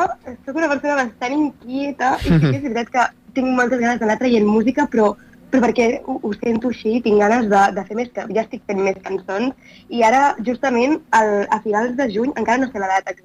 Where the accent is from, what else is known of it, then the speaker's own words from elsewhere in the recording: Catalonia, Spain; i clar, me fa molta il·lusió perquè jo soc de l'Alt Empordà